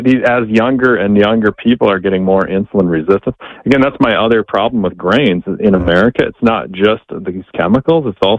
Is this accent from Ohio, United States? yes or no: no; Minnesota, United States; I grew up in Minnesota.